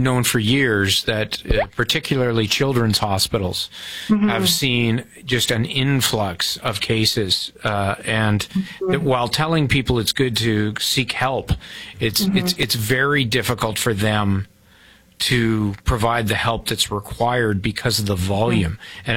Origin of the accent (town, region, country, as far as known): Toronto, Ontario, Canada; born or raised there